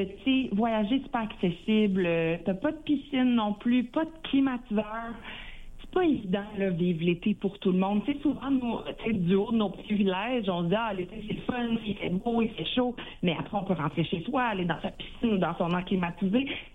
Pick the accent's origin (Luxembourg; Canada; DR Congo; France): Canada; Drummondville, Quebec; je viens de Drummondville, là, je viens du centre du Québec, je viens de région.